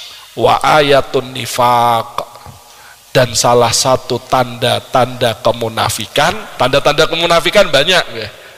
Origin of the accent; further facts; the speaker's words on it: Surakarta, Central Java, Indonesia; ya, kira-kira kita orang Solo, ya, lebih hafal keutamaan orang Betawi apa orang Jawa, Pak?